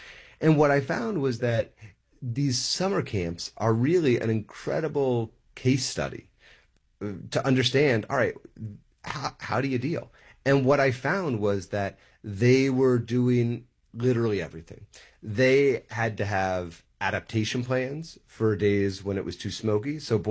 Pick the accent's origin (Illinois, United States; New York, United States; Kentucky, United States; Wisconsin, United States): New York, United States; New York City; I'm a born and bred New Yorker